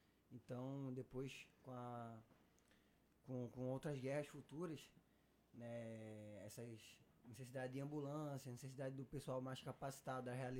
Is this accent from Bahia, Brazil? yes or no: no; Pernambuco, Brazil; moved away as an adult; também sou natural de Pernambuco.